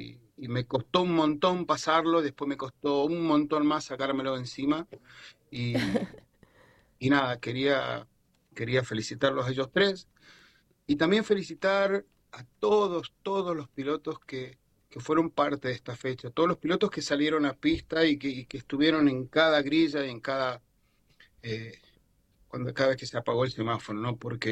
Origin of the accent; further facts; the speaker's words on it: Mendoza, Argentina; yo soy de Mendoza, ¿no?